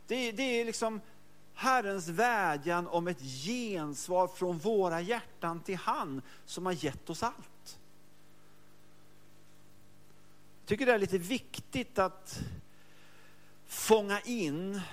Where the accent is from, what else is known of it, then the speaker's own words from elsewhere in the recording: Mölndal, Västra Götaland County, Sweden; Och jag kommer från Mölndal. Kan en del om Mölndal också.